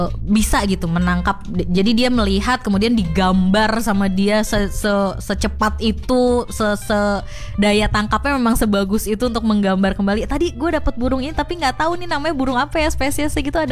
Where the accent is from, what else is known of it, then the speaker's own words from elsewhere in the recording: Jakarta, Indonesia; Gue sebagai anak Jakbar